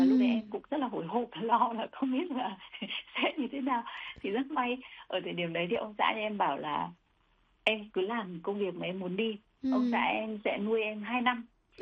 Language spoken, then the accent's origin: Vietnamese; Hòa Bình, Vietnam; em thì lại sinh ra và lớn lên ở thành phố Hòa Bình, ở thị xã Hòa Bình.